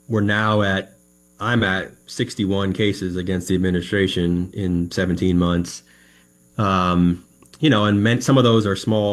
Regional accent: Washington, United States; also born or lived in California; I grew up in Washington. I was born in California, but moved up here when I was a kid.

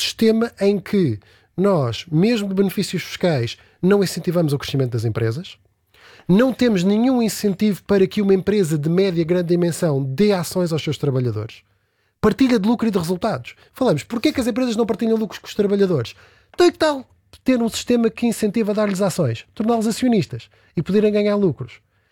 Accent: Canada; Eu cresci no Canadá, fui imigrante, sou filho do motorista e da senhora da limpeza.

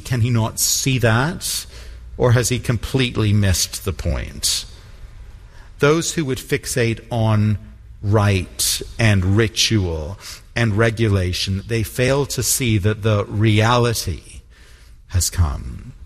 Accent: Toronto, Ontario, Canada; born or raised there

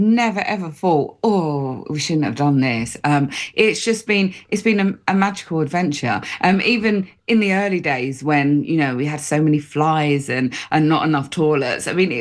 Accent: United Kingdom; We're British, and we just love to start every conversation off about the weather.

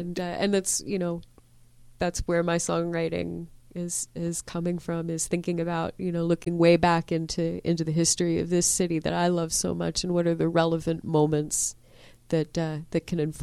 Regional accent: Pennsylvania, United States; I was born in Bloomfield, and then we sort of moved around from house, apartment, over different neighborhoods out in the North Hills suburbs.

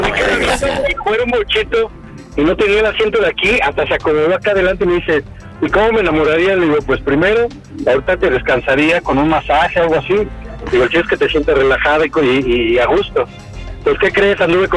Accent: Coyoacán, Mexico City, Mexico; now in León, Mexico; Ok, estoy en León, pero soy de Coyoacán, ¿ok?

